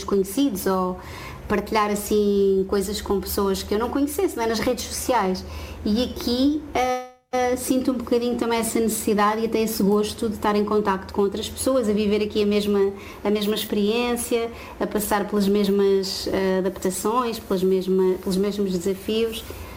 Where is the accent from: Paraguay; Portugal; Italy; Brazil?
Portugal; Cadaval, Lisbon; Eu nasci em Lisboa, depois os meus pais mudaram de casa assim algumas vezes. Portanto, eu considero-me, é onde estou há mais tempo, é ali no Cadaval, é onde também comprei a minha casa.